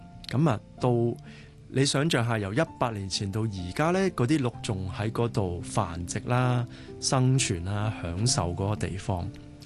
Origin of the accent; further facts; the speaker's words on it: Hong Kong; 我哋嚟自香港啦